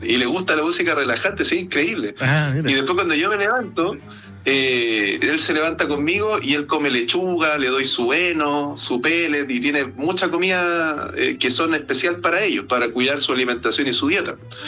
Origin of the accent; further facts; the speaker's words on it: Chiloé, Los Lagos, Chile; born there; moved away; colegios de Chiloé, por parte de mi mamá también tienen familia en Chiloé. Entonces yo me siento identificado porque mucha parte de mi infancia yo la viví en Chiloé.